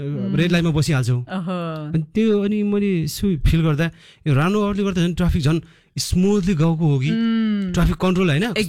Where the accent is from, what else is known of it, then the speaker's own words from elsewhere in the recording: Baglung, Gandaki Province, Nepal; हाम्रो काठेखोला गाउँपालिका